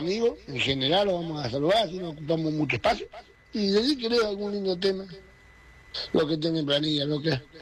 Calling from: San Rafael, Mendoza, Argentina; acá de Gusan Rafael Mendoza.

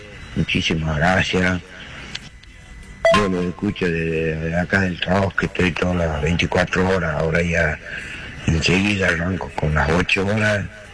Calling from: Chumbicha, Catamarca, Argentina; lo escucho de acá, de Catamarca, de Radio Cadena Chumbicha.

